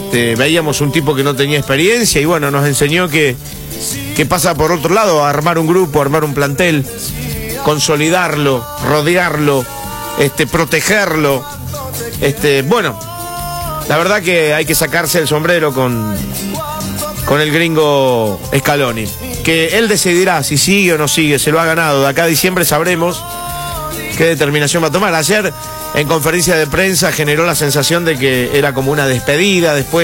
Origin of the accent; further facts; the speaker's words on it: Argentina; como argentinos hemos tenido 2 jugadores que el mundo habló.